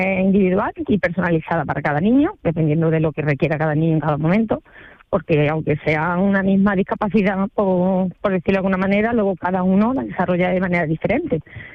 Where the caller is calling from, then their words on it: Osuna, Andalusia, Spain; estoy en Osuna, porque yo vivo en Osuna